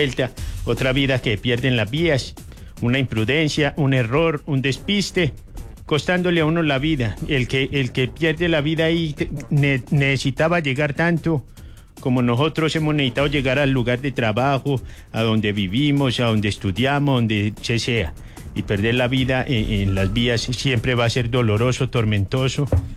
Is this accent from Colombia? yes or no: yes; Colombia; nosotros como colombianos